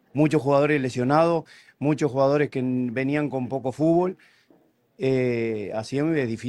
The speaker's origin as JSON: {"language": "Spanish", "region": "Montevideo", "country": "Uruguay", "tie": "born or raised there", "moved": "yes", "said": "No, no nací, ahí me crié."}